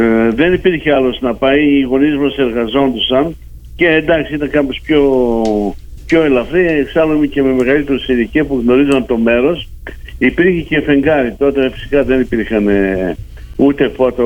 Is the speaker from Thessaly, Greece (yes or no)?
no; Central Macedonia, Greece